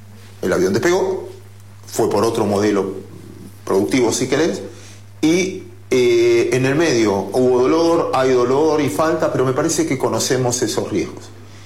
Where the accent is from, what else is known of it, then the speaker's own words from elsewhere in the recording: Mar del Plata, Buenos Aires Province, Argentina; Yo soy de Mar del Plata y soy fanático, era fanático enfermo del gráfico.